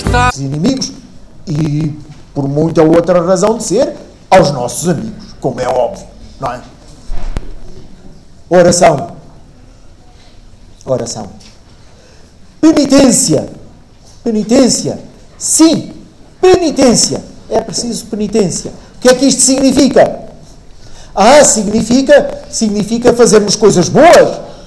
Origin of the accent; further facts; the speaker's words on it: Portugal; Porque somos portugueses